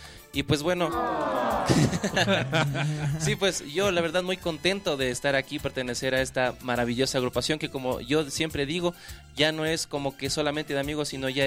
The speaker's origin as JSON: {"language": "Spanish", "town": "Quito", "region": "Pichincha", "country": "Ecuador", "said": "Sí, yo soy de aquí de Quito"}